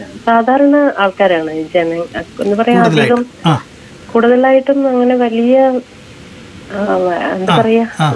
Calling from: Kerala, India; ഇവിടെ പനങ്കാവ്.

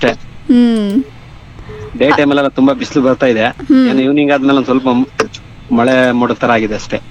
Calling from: Bengaluru, Karnataka, India; ಬೆಂಗಳೂರಿನ ಮಾತಾಡ್ತಾ.

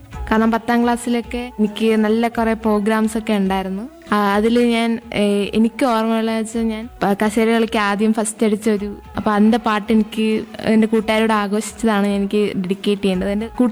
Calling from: Vellanad, Kerala, India; ഞാൻ വെള്ളനാട് നിന്നാണ് വരുന്നത്.

